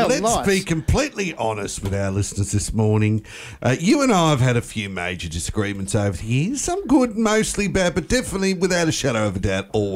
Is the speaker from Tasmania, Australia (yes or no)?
yes; Tasmania, Australia; moved away; as we like to call it back in Tasmania